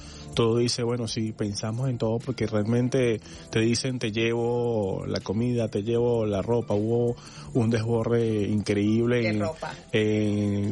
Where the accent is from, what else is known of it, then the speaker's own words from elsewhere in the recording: Venezuela; nosotros los venezolanos